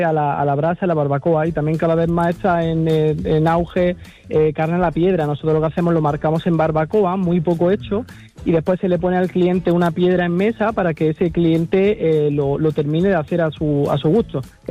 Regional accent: Sayalonga, Andalusia, Spain; Sí, también soy, también soy nacido en Sayalonga, soy de aquí, soy sayalonguino.

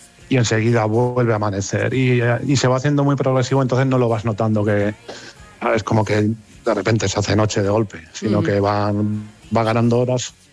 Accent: Teruel, Aragon, Spain; now in Iceland; vine ayer a Islandia porque quería ver el eclipse, yo soy de Teruel.

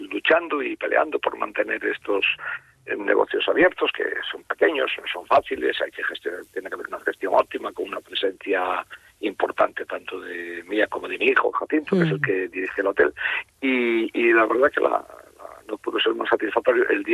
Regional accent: Galicia, Spain; yo presumo de la buena gente que somos los gallegos en la atención a nuestros clientes

